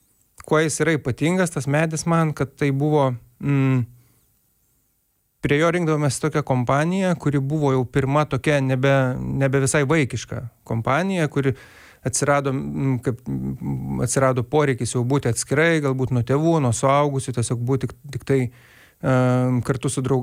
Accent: Ukmergė, Vilnius County, Lithuania; Užaugau Ukmergėje, užaugau tokioj vietoj, kad vienoj gatvės pusėj buvo mūsų namai, kitoj gatvės pusėj buvo senelių namai.

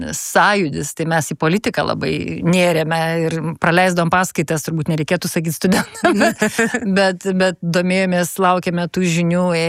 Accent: Kaunas, Kaunas County, Lithuania; also born or lived in Vilnius; Aš kaunietė, Kaune, ant asfalto.

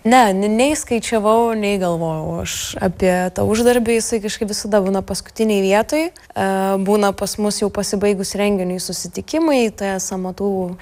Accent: Birštonas, Kaunas County, Lithuania; born or raised there; moved away

